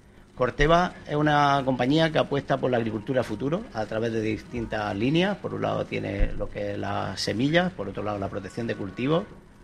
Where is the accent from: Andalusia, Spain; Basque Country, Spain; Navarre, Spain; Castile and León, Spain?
Andalusia, Spain; Almería; Sí, yo soy almeriense.